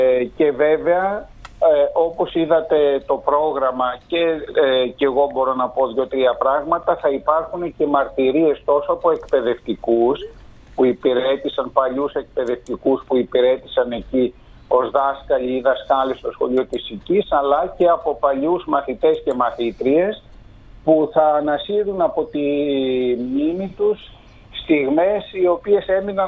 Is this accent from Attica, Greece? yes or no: no; Siki, Thessaly, Greece; Ναι, η καταγωγή μου είναι από την Σική, εκεί γεννήθηκα, εκεί τα πρώτα παιδικά και μαθητικά χρόνια, στη συνέχεια στο γυμνάσιο της Αργαλαστής.